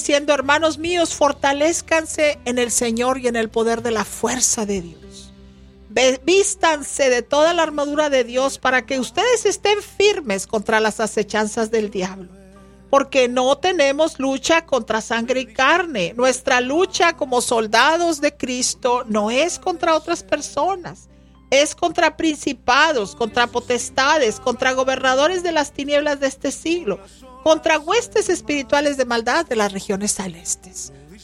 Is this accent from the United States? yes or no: yes; United States